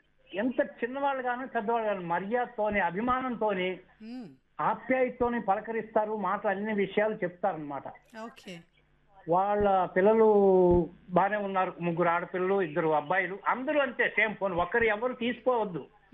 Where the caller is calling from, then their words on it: Bengaluru, Karnataka, India; బెంగళూరు నుంచి మాట్లాడుతున్నాను.